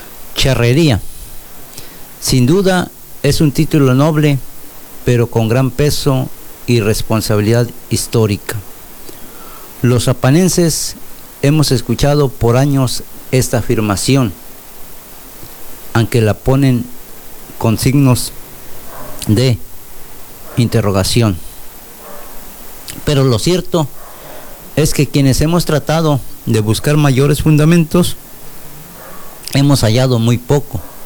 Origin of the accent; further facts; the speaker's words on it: Apan, Hidalgo, Mexico; solo recibo la enorme satisfacción de hacer algo por mi pueblo. De verdad, me encantaría poder un día redactar un artículo donde pueda mostrar la documentación y el sustento histórico que realmente nos acredite como cuna de la charrería.